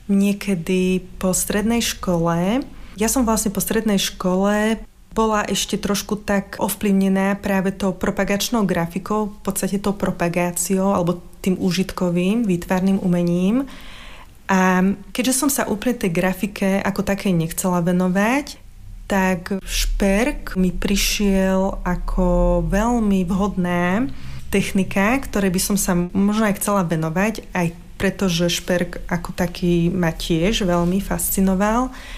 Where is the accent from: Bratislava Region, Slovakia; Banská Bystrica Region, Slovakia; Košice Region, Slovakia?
Banská Bystrica Region, Slovakia; Lučenec; A keďže môj manžel vie, že pochádzam z Lučenca, tak mi vraví, že veď ty si s tým musela vyrastať.